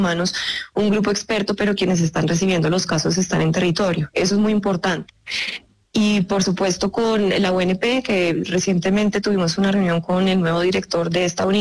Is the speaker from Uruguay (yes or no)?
no; Colombia; es importante que la sociedad sepa qué implica para nosotros como colombianos